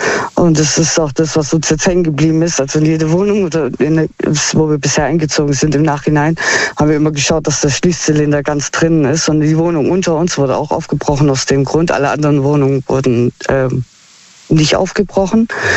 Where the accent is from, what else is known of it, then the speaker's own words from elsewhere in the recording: Heilbronn, Baden-Württemberg, Germany; Aus Heilbronn.